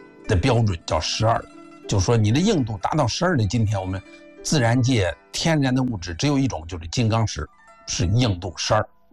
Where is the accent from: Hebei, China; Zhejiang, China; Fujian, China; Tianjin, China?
Hebei, China; 到了我们河北呢